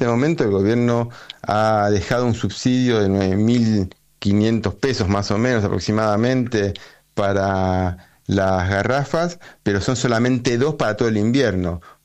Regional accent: Argentina; Tenemos gas en Argentina.

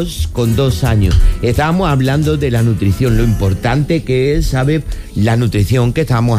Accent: Granada, Andalusia, Spain; Yo me atrevo, porque esto es mi tierra, es Granada, es

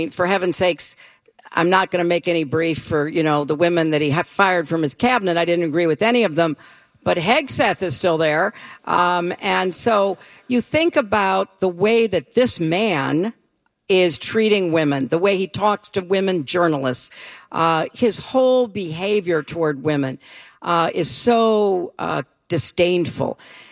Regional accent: New York, United States; But I'm not a Mainer. I'm a New Yorker.

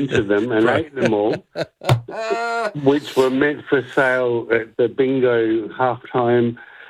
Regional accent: Kambalda, Western Australia, Australia; I grew up in the Goldfields

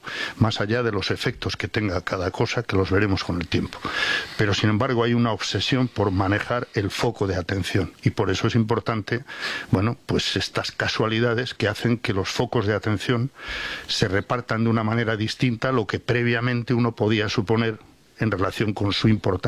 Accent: León, Castile and León, Spain; Soy de León.

